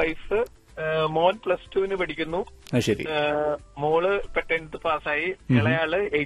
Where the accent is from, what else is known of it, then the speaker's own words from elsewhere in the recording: Changanassery, Kerala, India; moved away as an adult; now in Aluva, India; എന്റെ നാട് കോട്ടയം ചങ്ങനാശ്ശേരി.